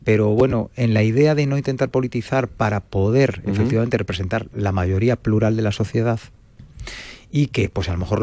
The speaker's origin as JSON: {"language": "Spanish", "region": "Galicia", "country": "Spain"}